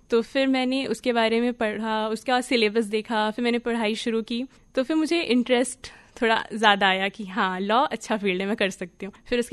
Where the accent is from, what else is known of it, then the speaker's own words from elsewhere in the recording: Bastar, Chhattisgarh, India; मेरा जन्म यहाँ बस्तर में हुआ है। मेरा बचपन अगर मैं कहूँ तो डिमरापाल आश्रम में बीता है